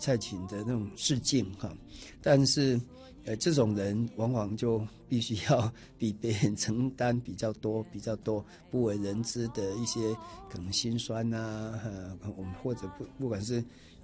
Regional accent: Taiwan; first language Taiwanese Hokkien; Chinese is a second language; 可是我的母语是台语啊

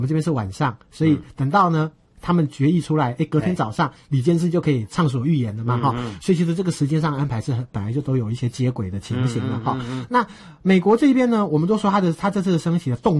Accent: Nantou County, Taiwan; 以我的家乡南投县来讲

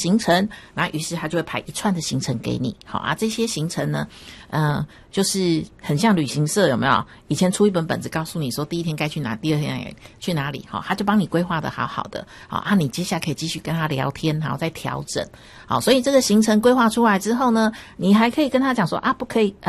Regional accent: Taiwan; 那像我们台湾这边有全支付，

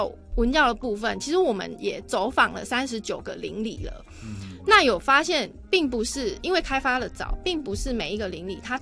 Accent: Chiayi, Chiayi City, Taiwan; 没有啦就是虽然我其实是在嘉义长大，我是在地的嘉义人，然后大学也是念嘉义大学

